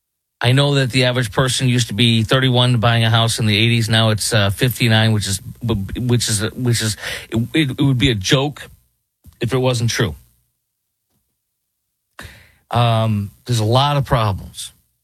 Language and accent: English; Michigan, United States; we're from Michigan while Jesse's in New York City.